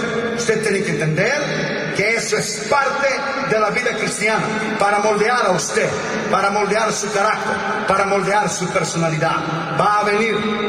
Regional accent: Brazil; Spanish is a second language; now in United States; yo soy brasileño, nacionalizado norteamericano, pero mi corazón es verde amarelo. Pero nosotros tenemos una segunda ciudadanía. En mi caso yo tengo una tercera ciudadanía

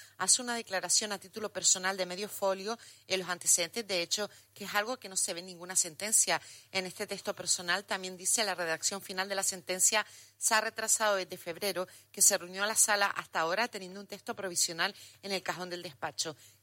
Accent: Canary Islands, Spain; Yo soy nacionalista canario 100%.

